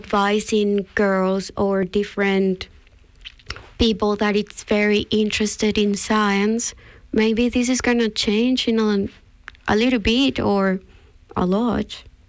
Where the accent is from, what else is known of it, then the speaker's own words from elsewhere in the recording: Colombia; I come from South America, and Colombia has a very big gap between like people in general.